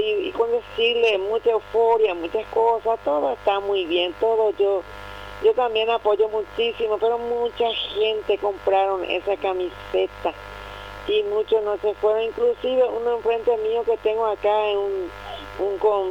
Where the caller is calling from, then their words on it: Paraguay; amamos esta bendita tierra paraguaya, porque yo amo tanto mi tierra